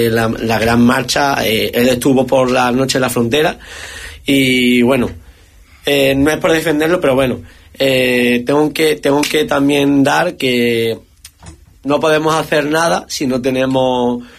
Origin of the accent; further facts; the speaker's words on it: Ceuta, Spain; los 82.000, 83.000 habitantes que somos de Ceuta ya hemos demostrado por la fuerza, por las situaciones, hemos demostrado que somos españoles, pero más españoles que los propios que viven en la península.